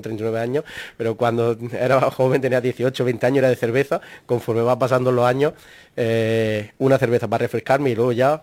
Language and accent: Spanish; Granada, Andalusia, Spain; also born or lived in Valdepeñas de Jaén; La infancia en Granada. Por trabajo de mi familia, de mis padres, pues que yo soy de Jaén, de Valdepeñas, como mucha gente sabe, pero me crié en Granada.